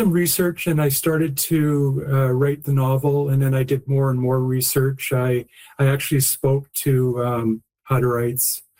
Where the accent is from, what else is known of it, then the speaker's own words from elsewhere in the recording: Winnipeg, Manitoba, Canada; Growing up in Winnipeg